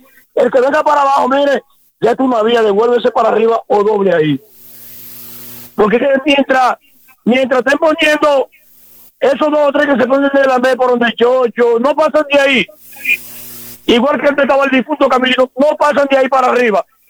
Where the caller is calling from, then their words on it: Baní, Peravia, Dominican Republic; nosotros somos de aquí de Baní y hemos conocido la calle desde 60 años para arriba.